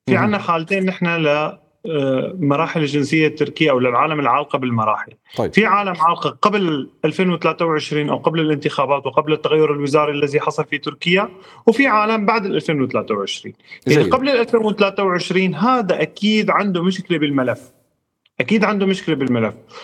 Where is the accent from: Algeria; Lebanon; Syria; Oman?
Syria; now in Turkey; نحن كسوريين